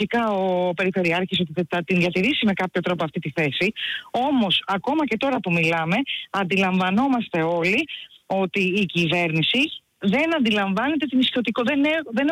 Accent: Kos, South Aegean, Greece; γράφει ΚΟΣ και μετά το όνομά μου. Οπότε νιώθω παραπάνω υπερήφανη για το νησί μου.

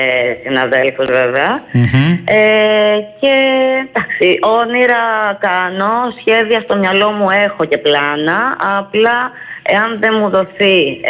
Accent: Athens, Attica, Greece; γιατί από εκεί είμαι, από την Αθήνα είμαι, άσχετα αν έχω και εδώ πέρα συγγενείς, φίλους κτλ.

